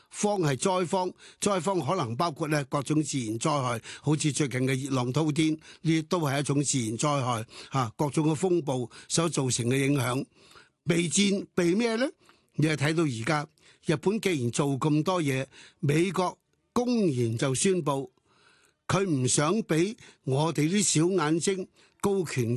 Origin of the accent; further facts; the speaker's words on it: Hong Kong; 作为一个高龄的对战争有一种感觉的一个香港市民，我在香港出生，香港长大，看住香港和日本的关系一路在处演变